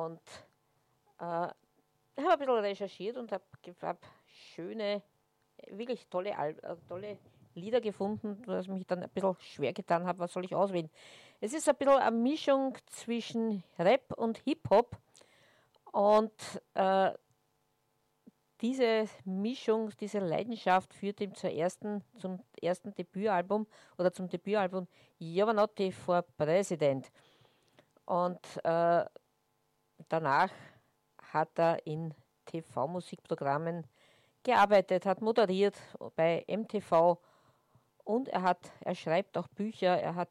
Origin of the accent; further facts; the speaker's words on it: Vienna, Austria; mein Herz ist auch ein offenes Buch. Dafür sind wir Wiener ja bekannt